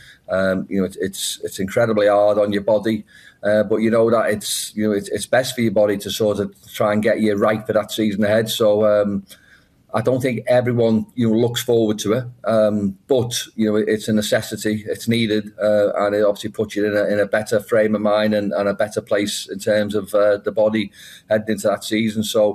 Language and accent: English; Liverpool, North West England, United Kingdom; I'm from Liverpool, home